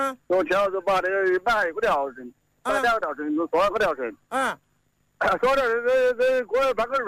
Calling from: Wuhan, Hubei, China; 武汉南的。

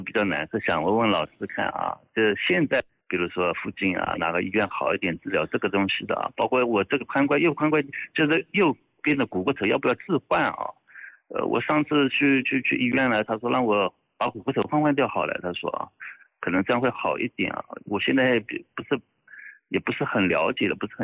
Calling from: Jinhua, Zhejiang, China; 我们金华这边嘛

